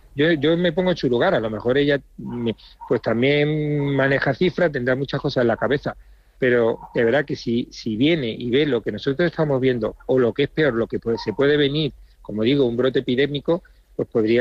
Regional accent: Spain; queremos seguir siendo españoles, y actualmente, desgraciadamente, le tengo que decir que ahora mismo esto no parece España.

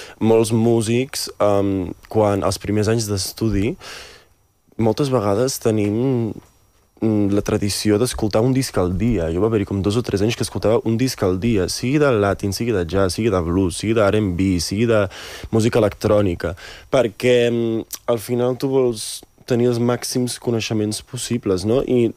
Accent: Netherlands; moved away; jo sóc mig holandès i de petit vaig créixer a Holanda

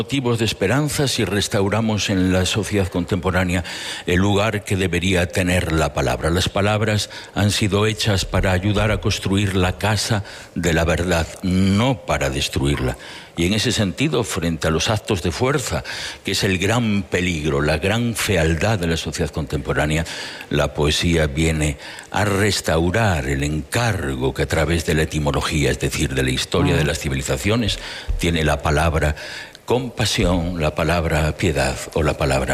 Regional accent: Villafranca, Spain; un poema que escribí en mi pueblo, en Villafranca

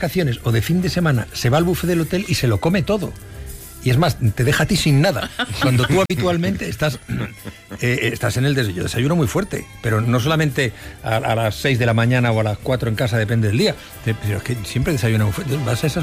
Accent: Asturias, Spain; El orinal yo recuerdo perfectamente cuando era crío en Asturias, perfectamente.

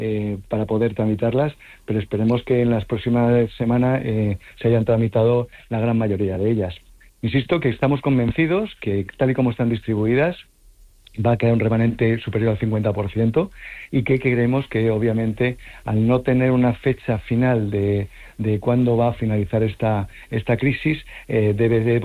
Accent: Madrid, Community of Madrid, Spain; moved away as an adult; now in Ceuta, Spain; yo soy madrileño, yo conocí Ceuta en el año 2001 y me quedé profundamente enamorado.

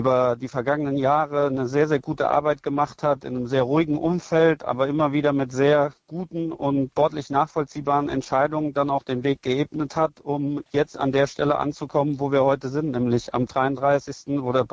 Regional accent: Saarland, Germany; als gebürtiger Saarländer

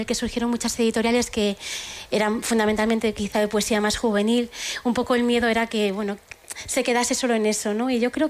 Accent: Soria, Castile and León, Spain; now in Madrid, Spain; venimos de Madrid, pero jugamos en casa porque somos sorianas, y la verdad es que estar en Soria siempre es estar en casa.

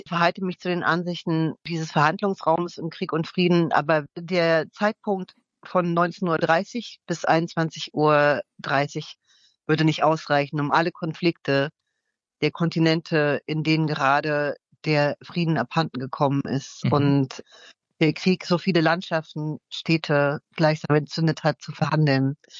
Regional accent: Germany; ich komme ebenfalls aus der DDR

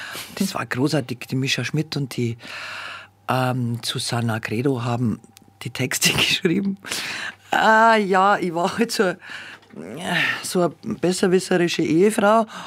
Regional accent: Bavaria, Germany; born there; accent: Swabian, Upper Bavarian; Und dass ich das Schwäbische nur so kann, das ist halt meinen Großeltern zu verdanken und meinen Eltern. Ich habe ja da schon ziemlich bald, also noch in der Volksschulzeit, sind wir von Bayerisch-Schwaben nach Oberbayern umgezogen. Und da musste ich dann ziemlich schnell das Oberbayerische lernen

